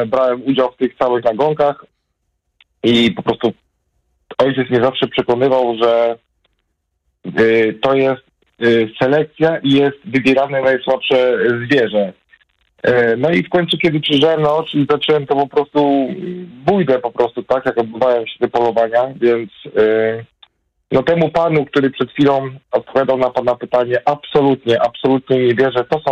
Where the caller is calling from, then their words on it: Pruszcz Gdański, Pomeranian Voivodeship, Poland; Ja mieszkam w Pruszu Gdańskim